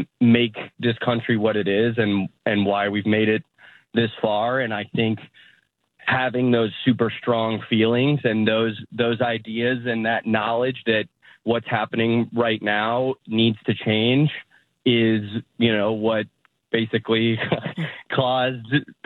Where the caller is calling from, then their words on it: St. Louis, Missouri, United States; I'm calling from St. Louis, Missouri.